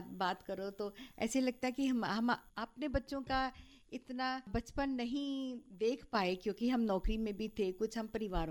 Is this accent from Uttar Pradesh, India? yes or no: no; Jammu, Jammu and Kashmir, India; मैं वैसे बेसिकली जम्मू से बिलोंग करती हूँ, मैं अपने घर में सबसे छोटी थी